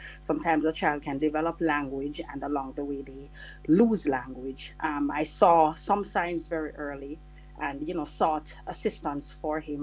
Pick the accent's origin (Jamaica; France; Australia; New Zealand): Jamaica; now in United States; I am a Jamaican who is a member of the Jamaican diaspora living in the United States.